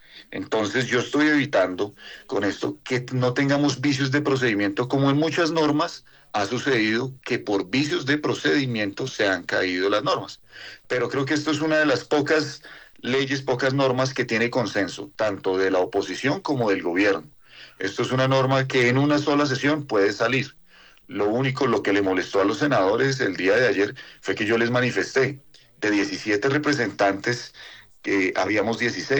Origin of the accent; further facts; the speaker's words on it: Vichada, Colombia; departamentos como el Bichada, del que yo soy, donde yo nací